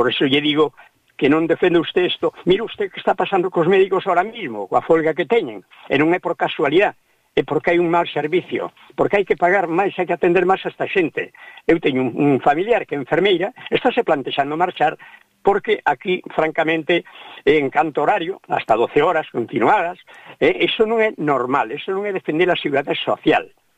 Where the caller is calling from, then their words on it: Galicia, Spain; Aquí es San Seixo.